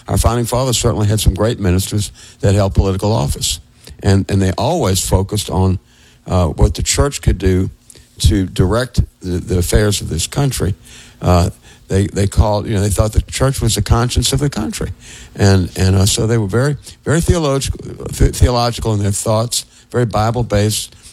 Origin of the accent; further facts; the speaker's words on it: Ireland; You know, I'm Irish. They say the Irish never made a fight, never met a fight they didn't like.